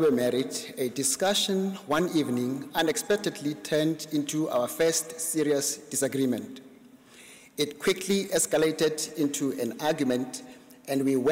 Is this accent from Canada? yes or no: no; South Africa; In my home country of South Africa